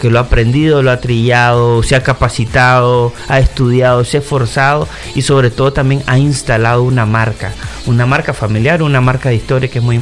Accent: Nicaragua

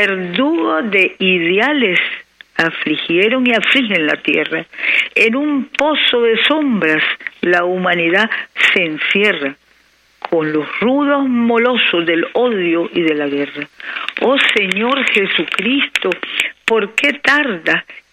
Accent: Nicaragua; Somos nicaragüenses

